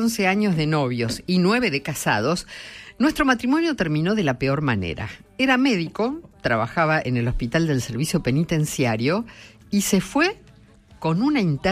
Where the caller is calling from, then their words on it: Boedo, Buenos Aires, Argentina; de Boedo, me hicieron recordar y reírme por las cosas que hice.